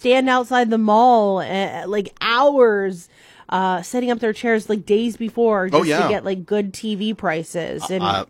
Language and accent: English; Ohio, United States; But growing up in Ohio, we felt kind of protective of them because they're from Columbus